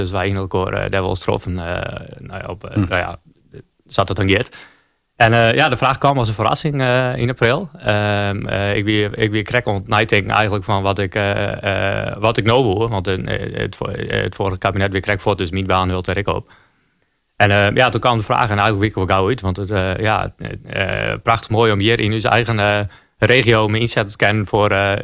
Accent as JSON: {"language": "Dutch", "town": "Surhuisterveen", "region": "Friesland", "country": "Netherlands", "tie": "born or raised there", "said": "Ik ben geboren en getogen in Sruisterveen."}